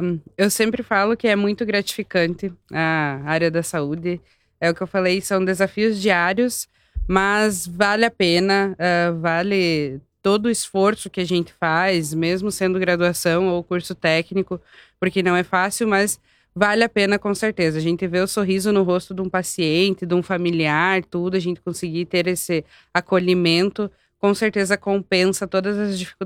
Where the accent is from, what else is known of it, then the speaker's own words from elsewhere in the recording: Santa Catarina, Brazil; moved away as an adult; Do norte de Santa Catarina, pra trabalhar no hospital aqui